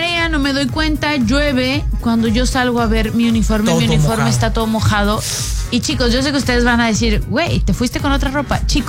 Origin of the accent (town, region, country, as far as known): Mexico